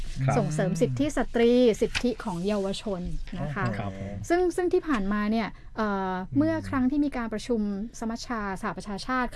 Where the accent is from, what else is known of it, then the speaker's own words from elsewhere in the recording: Kamphaeng Phet, Thailand; ก็กลับบ้านที่กำแพงเพชรค่ะไปไหว้พ่อแม